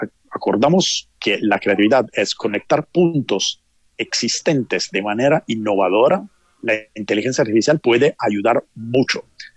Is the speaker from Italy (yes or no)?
yes; Italy; now in Spain; yo soy italiano, vivo en España, en Europa